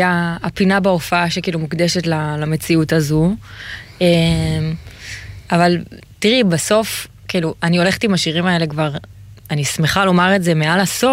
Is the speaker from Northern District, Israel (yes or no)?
no; Southern District, Israel; אנחנו מהדרום, מיכאל, זה אחרת שם.